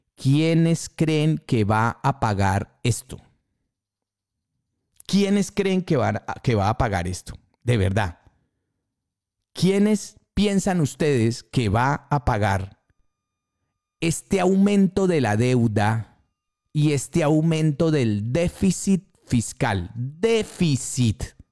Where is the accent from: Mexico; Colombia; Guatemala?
Colombia; moved away; Yo soy colombiano, joder. Y yo tengo ya mis años. Y yo he vivido en Colombia, evidentemente. Y cuando no he vivido en Colombia, he viajado a Colombia